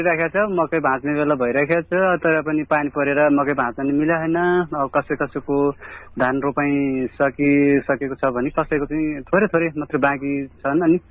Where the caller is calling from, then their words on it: Tanahun, Gandaki Province, Nepal; म तनहुँबाट … बोल्दैछु।